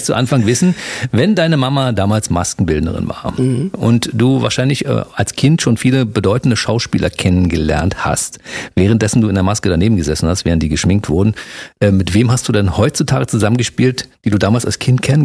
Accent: Berlin, Germany; Wenn wir das als Berliner mal so sagen dürfen, wa?

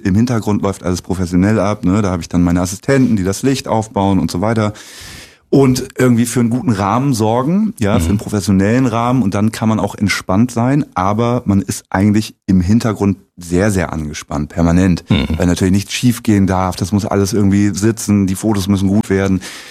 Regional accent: Lower Saxony, Germany; now in Zeuthen, Germany; Genau, bei Bremen.

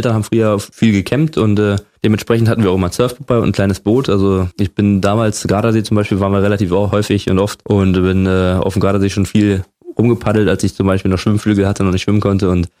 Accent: Berlin, Germany; now in Falkensee, Germany

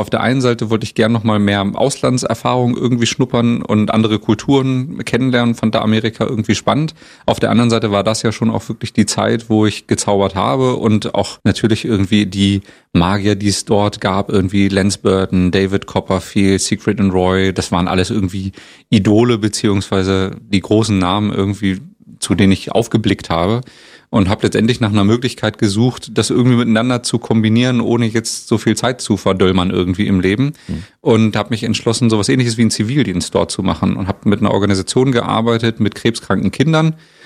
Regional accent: Hanover, Lower Saxony, Germany; Ich komme ja aus Hannover, in Niedersachsen

